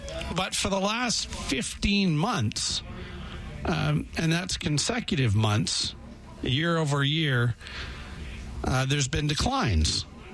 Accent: Nova Scotia, Canada; You know, when I grew up in Nova Scotia, that's not close unless you take the ferry across, and that's too expensive.

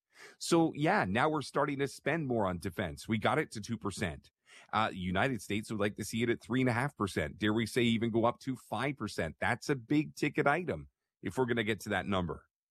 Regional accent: Canada; And it hurts me as a Canadian to say that because I grew up on nothing but Canadian values.

